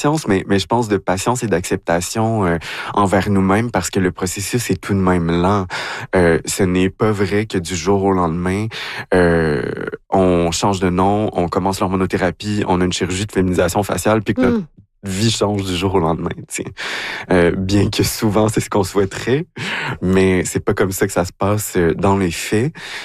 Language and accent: French; Quebec, Canada; moved away